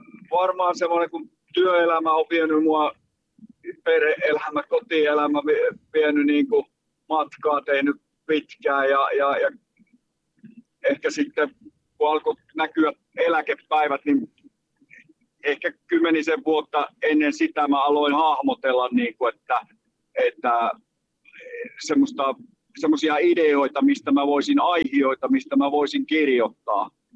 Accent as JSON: {"language": "Finnish", "town": "Kuopio", "region": "North Savo", "country": "Finland", "tie": "born or raised there", "moved": "yes", "lives_now": "Kiiminki, Oulu, Finland", "said": "syntymäkaupunkini Kuopioon. Ja tietysti haluan Kanttilassa sen julkkarit tehdä, koska se on minun kotiympäristö. Mä oon Vuorikadulta siitä ihan kirkon kupeelta käynyt koulut Selmanin koulussa ja Kuopion lyseossa"}